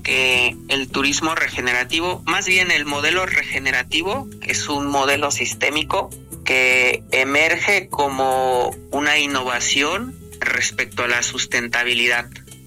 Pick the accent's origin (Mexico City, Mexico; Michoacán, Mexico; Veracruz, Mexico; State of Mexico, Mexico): State of Mexico, Mexico; Amanalco; Sí, yo soy de Amanalco, tengo 33 años. Soy de la comunidad de San Bartolo, del pueblo otomí. Bueno, en general, Amanalco es pueblo otomí.